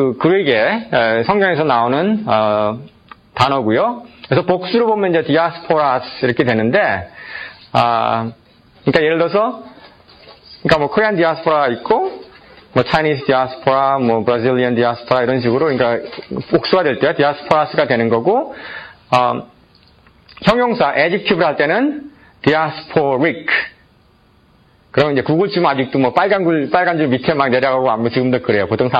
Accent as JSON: {"language": "Korean", "country": "South Korea", "tie": "born there", "said": "여러분들 다 한국에서 태어났죠. 저도 한국에서 태어났고."}